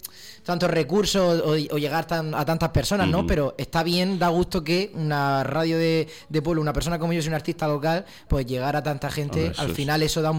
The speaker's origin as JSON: {"language": "Spanish", "town": "Alcantarilla", "region": "Region of Murcia", "country": "Spain", "said": "En Radio Sintonía de Alcantarilla, en mi pueblo."}